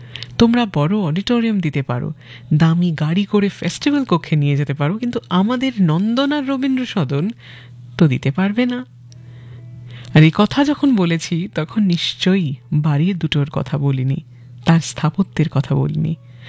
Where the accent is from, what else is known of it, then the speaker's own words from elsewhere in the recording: Kolkata, West Bengal, India; আমাদের টালিগঞ্জের বাড়ি, টালিগঞ্জে যেখানে উনি থাকতেন, অবশ্যই সেই বাড়ি ইন্দ্রাণী পার্কের ওখানে, যেখানে আমি জন্মেছি, বড় হয়েছি।